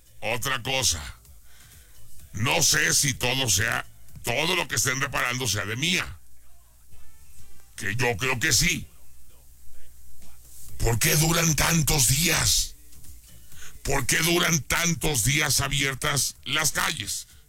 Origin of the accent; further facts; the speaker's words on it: Guadalajara, Jalisco, Mexico; moved away; Me fui a mi tierra. Me fui a Guadalajara, Jalisco.